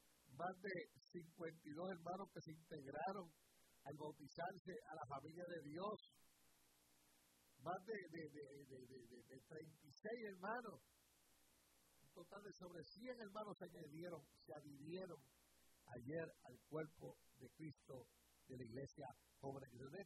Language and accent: Spanish; New York City, New York, United States; born there; Pues yo soy norteamericano de nacimiento, nací aquí en la ciudad de Nueva York, en el Bronx.